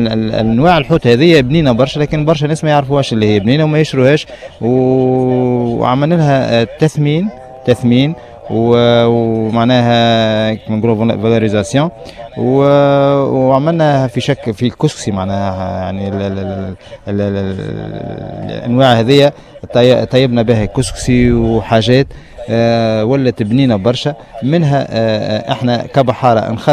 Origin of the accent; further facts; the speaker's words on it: Tabarka, Jendouba Governorate, Tunisia; ونحن في تبرقه اغلبيه تاع العائلات خاصه البحاره